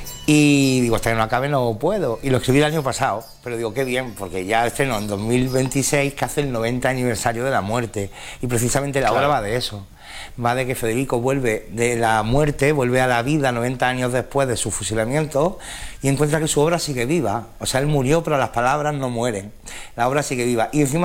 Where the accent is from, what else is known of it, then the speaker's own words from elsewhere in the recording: San Juan, Andalusia, Spain; now in Linares, Spain; Yo soy de San Juan, vivo en Linares, tenemos el acento que tenemos y tenemos el habla que tenemos